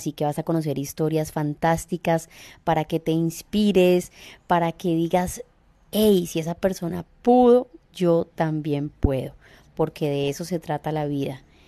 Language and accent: Spanish; Cali, Valle del Cauca, Colombia; soy de Cali, Colombia, y voy a estar conduciendo este programa